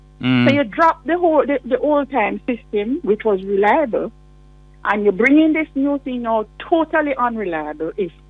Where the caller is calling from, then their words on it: Jamaica; I'm from Trelange, and I was down here in both Beryl and Melissa.